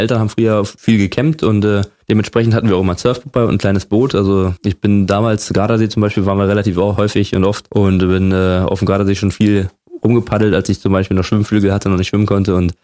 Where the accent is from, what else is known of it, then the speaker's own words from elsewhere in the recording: Berlin, Germany; now in Brandenburg, Germany; Das ist wirklich meine Heimat geworden. Und dementsprechend, wie gesagt, bin ich auch wirklich jetzt Brandenburger und nicht mehr Berliner.